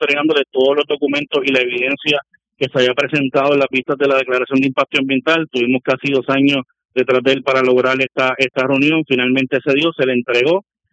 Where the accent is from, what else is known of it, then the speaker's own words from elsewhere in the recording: Puerto Rico; Así que yo creo que son preguntas importantes que como puertorriqueños nos tenemos que hacer